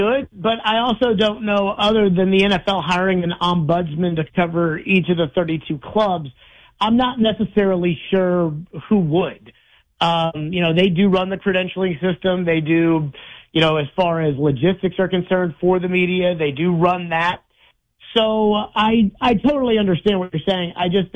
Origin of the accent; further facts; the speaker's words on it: Nashville, Tennessee, United States; Well, I grew up in Nashville, and I remember when we were a minor league sports town and people liked Tennessee and Vanderbilt.